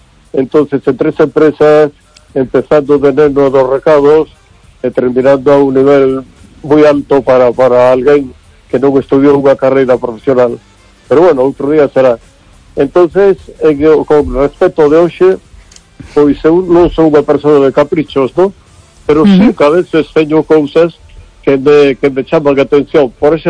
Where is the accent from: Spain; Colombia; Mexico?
Spain; Vigo, Galicia